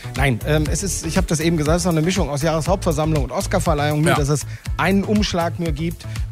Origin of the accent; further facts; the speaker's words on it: North Rhine-Westphalia, Germany; Ich komme aus dem Ruhrgebiet und ich glaube, dass diese Region das verdient hat.